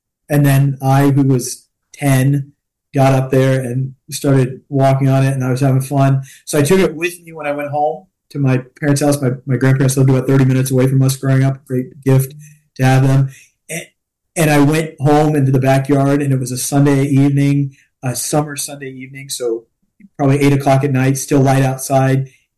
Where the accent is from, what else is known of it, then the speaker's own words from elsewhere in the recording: College Station, Texas, United States; So, yes, I grew up in College Station. I went to public school there. My mom and dad still live in College Station.